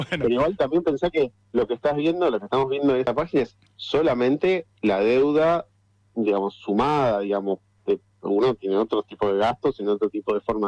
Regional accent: Argentina

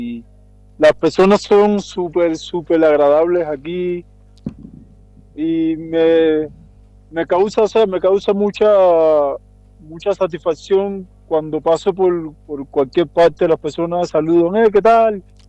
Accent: Cuba; now in Mexico; Estoy trabajando en un álbum ahora mismo que es parte de todo el proceso desde que salí de Cuba hasta ahora aquí, hasta lo que he estado viviendo actualmente ahora aquí en México.

